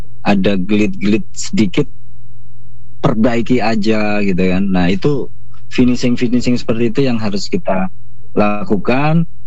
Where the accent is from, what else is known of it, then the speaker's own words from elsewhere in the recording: Kediri, East Java, Indonesia; walaupun kita anak Kediri.